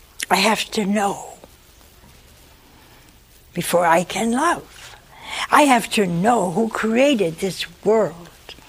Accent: Ohio, United States; now in Hansville, United States; we came from Ohio. We've been here almost 40 years. And I said, I have people here I love, but I didn't know them in Ohio.

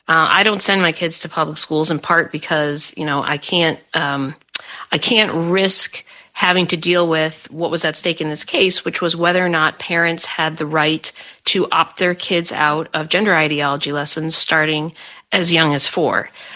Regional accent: Colorado, United States; a universal pre-K funding program in my home state of Colorado

